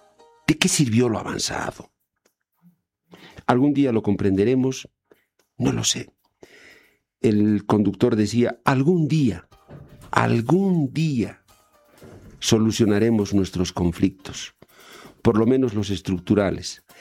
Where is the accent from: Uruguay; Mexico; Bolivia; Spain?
Bolivia